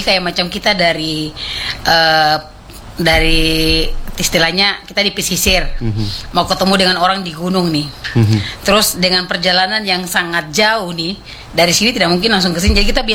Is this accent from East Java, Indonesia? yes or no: no; Southwest Papua, Indonesia; tetapi kita mengenang dan mengajarkan kembali tentang karakter cara hidup kita orang Boy pada saat itu.